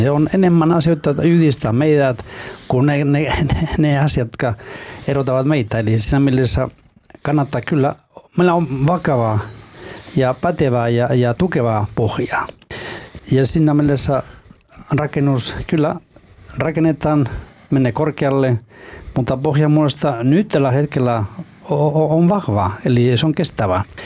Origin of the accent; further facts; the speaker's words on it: Basque Country, Spain; Finnish is a second language; moved away as an adult; now in Finland; olen kotoisin Baskimaasta